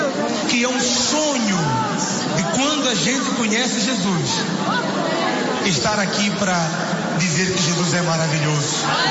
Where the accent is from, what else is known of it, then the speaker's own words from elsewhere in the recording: Mozambique; Eu sou de Moçambique. Moçambique é um dos 52 países da África.